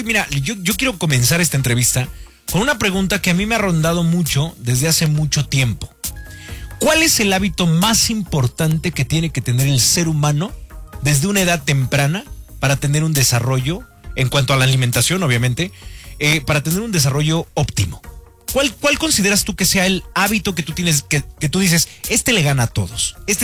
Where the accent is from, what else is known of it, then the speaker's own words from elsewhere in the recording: Mexico; como mexicanos nacimos en un lugar donde maravillosamente tenemos todos los mejores platillos del planeta.